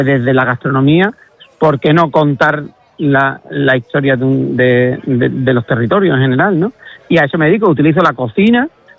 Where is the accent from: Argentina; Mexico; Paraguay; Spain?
Spain; Villanueva, Andalusia; y en mi tierra, en la parte que decías tú, Ana, muy bien, que mi pueblo está a 40... Yo digo que Villanueva está a 40 kilómetros de todo, porque está a 40 kilómetros de Huelva capital